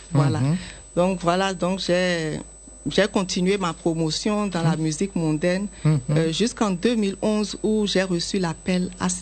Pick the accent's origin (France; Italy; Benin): Benin; Parakou, Borgou; moved away as an adult; also born or lived in Ethiopia; now in Abidjan, Côte d'Ivoire; J'ai passé une bonne partie de mon enfance à Parakou.